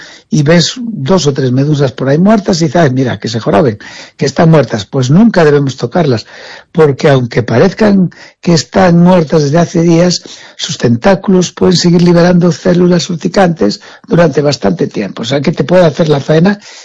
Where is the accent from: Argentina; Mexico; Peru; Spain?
Spain; Galicia; que en Galicia tenemos algunas de las playas más bonitas